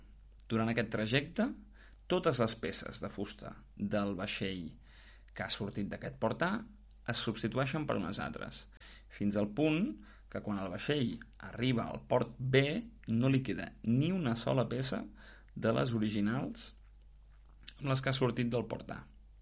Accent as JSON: {"language": "Catalan", "region": "Catalonia", "country": "Spain", "said": "possiblement a continuació doncs diria que sóc un noi de 26 anys i potser per acabar doncs afegiria que sóc català"}